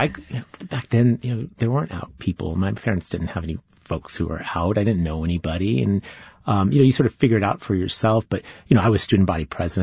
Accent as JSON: {"language": "English", "town": "San Diego", "region": "California", "country": "United States", "tie": "born or raised there", "said": "growing up in Claremont was very instructive for my political career"}